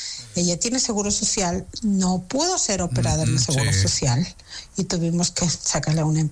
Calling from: Ecuador; los ecuatorianos no estamos pidiendo.

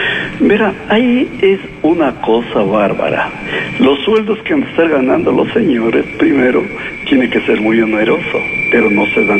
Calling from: Quito, Pichincha, Ecuador; como quiteño

